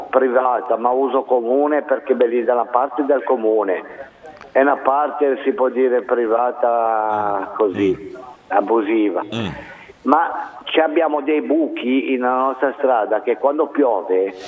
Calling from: Genoa, Liguria, Italy; io sono dalla Val Bisagno

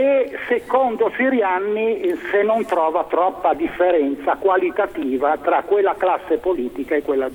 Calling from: Genoa, Liguria, Italy; da Genova Pesi.

